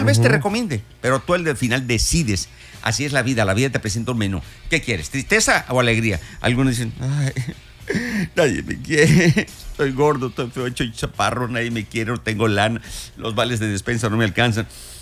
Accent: Mexico; Así somos los mexicanos.

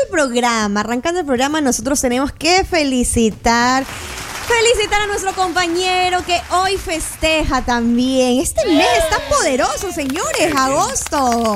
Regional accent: Ecuador; obviamente como ecuatorianos le mandamos toda la energía positiva a nuestro Ener Valencia

